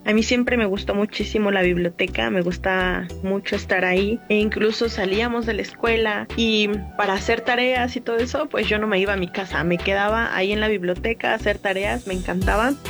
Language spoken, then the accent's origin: Spanish; Ciudad Sahagún, Hidalgo, Mexico; Bueno, yo soy originaria del municipio de Tepeapulco, específicamente de Ciudad Sahagún. Aquí crecí y pues siempre he vivido aquí.